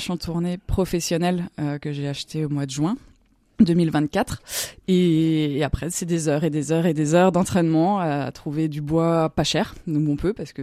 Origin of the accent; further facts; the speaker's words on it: Grand Est, France; moved away; Moi je suis originaire d'Alsace en fait